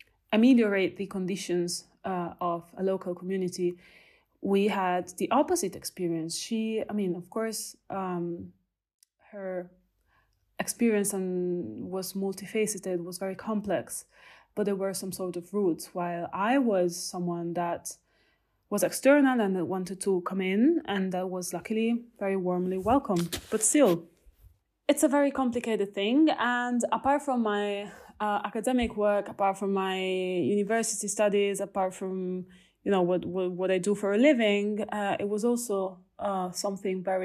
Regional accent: Emilia-Romagna, Italy; English is a second language; moved away as an adult; I'm from Italy. I come from a small town in Emilia-Romagna, and all of my family is from there.

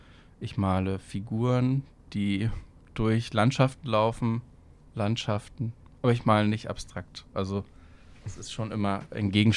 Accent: Brandenburg, Germany; Und ich komme aus der Prignitz, das ist der am undichtesten besiedelste Landkreis Deutschlands, am dünnsten besiedelste Landkreis Deutschlands. Und da ist wirklich nichts.

